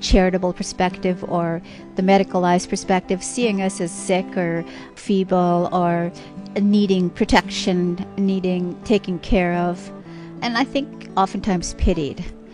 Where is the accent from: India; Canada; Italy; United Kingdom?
Canada; I am from Canada. I am a member of the Dakota peoples who have nations and communities both in the United States and Canada.